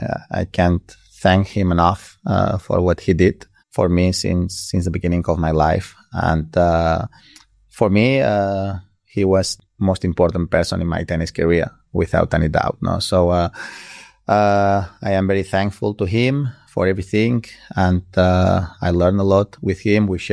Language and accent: English; Balearic Islands, Spain